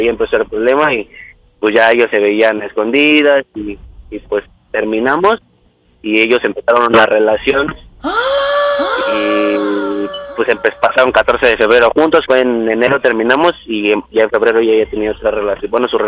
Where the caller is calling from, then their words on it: Mexico City, Mexico; Tengo 27 años y soy de la Ciudad de México.